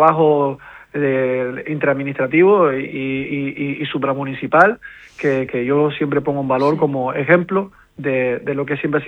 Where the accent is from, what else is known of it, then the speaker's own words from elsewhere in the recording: Canary Islands, Spain; los canarios siempre hemos sido un pueblo de acogida, un pueblo de integración, que los migrantes han venido históricamente, nosotros fuimos migrantes y ahora somos tierra de inmigrantes